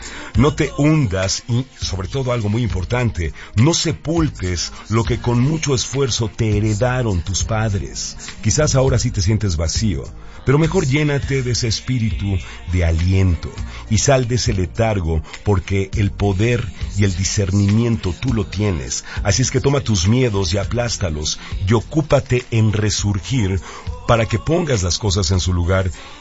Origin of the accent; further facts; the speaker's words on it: Mexico; todos nosotros, como mexicanos, somos los anfitriones